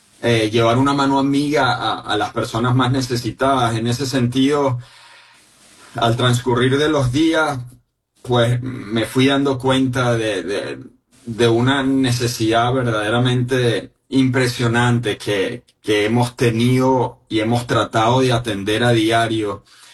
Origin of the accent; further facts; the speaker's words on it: Playa Grande, La Guaira, Venezuela; moved away as an adult; now in Puerto Rico; yo crecí y viví gran parte de mi vida en Playa Grande, que ha sido una de las zonas más afectadas de estos dos sismos simultáneos en Venezuela. Yo actualmente vivo en Puerto Rico, pero en Venezuela tenía mi apartamento